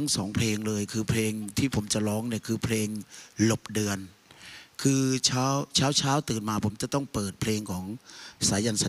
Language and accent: Thai; Southern Thailand, Thailand; คือด้วยความเป็นคนใต้เนี่ยคำว่าเวียนครกนี่มันเหมือนกับเราโตมาเกิดมาปุ๊บเวลา